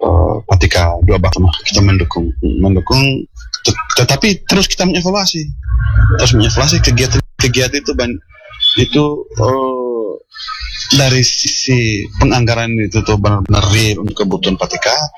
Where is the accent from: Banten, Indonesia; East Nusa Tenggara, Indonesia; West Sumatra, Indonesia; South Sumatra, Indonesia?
East Nusa Tenggara, Indonesia; kita orang Endelio